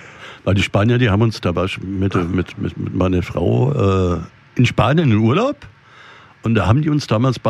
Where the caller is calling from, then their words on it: Switzerland; ich bin ja Schweizer.